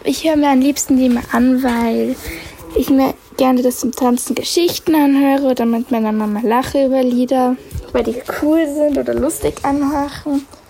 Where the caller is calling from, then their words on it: Kirchberg, Austria; Ich bin 11 Jahre alt. Ich komme aus Österreich und wohne in Kirchberg.